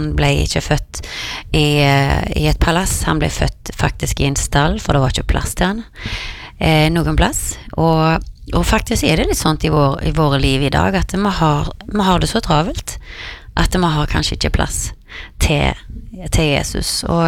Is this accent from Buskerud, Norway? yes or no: no; Karmøy, Rogaland, Norway; i hjembyen min på Karmøy